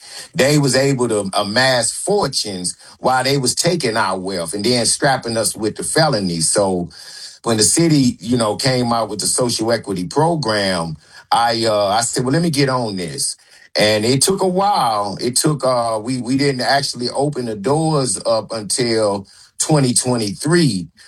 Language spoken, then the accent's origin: English; St. Louis, Missouri, United States; now in Los Angeles, United States; Well, I'm from St. Louis, Missouri.